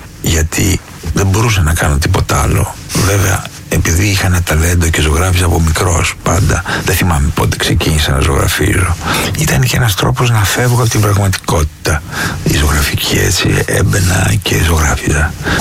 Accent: Athens, Attica, Greece; born there; Γεννήθηκα στην Αθήνα, αλλά κατάγομαι από την Πελοπόννησο, από ένα χωριό κοντά στην Ολυμπία που λέγεται Αλφιούσα.

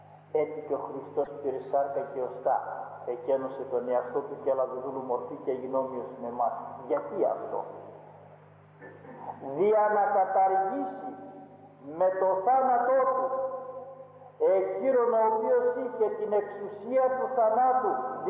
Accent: Ioannina, Epirus, Greece; Όταν ήμουν μικρό παιδί στα Γιάννενα

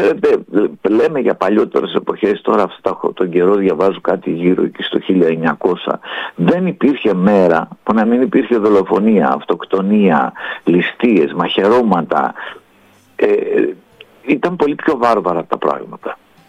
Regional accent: Epirus, Greece; born there; οι συνθήκες στην Ήπεθρο με αυτά που έζησα εγώ στο χωριό μου μέχρι το 1970 ήταν σχεδόν οι ίδιες

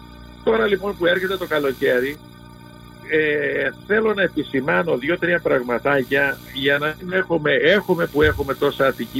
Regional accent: Crete, Greece

